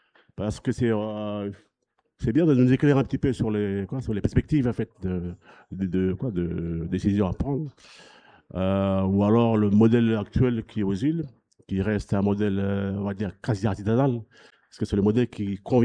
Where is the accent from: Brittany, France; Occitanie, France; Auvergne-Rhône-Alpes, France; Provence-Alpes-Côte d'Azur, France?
Auvergne-Rhône-Alpes, France; Là, je parle du Sud, parce que je suis du Sud d'Auvergne